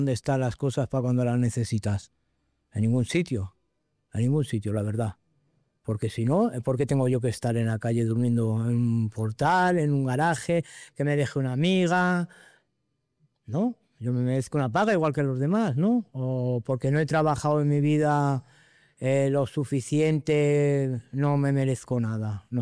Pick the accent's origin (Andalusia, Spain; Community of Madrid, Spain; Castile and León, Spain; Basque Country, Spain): Basque Country, Spain; Vitoria-Gasteiz; Soy de Vitoria, llevo toda la vida en la calle, drogándome, no drogándome, me da igual.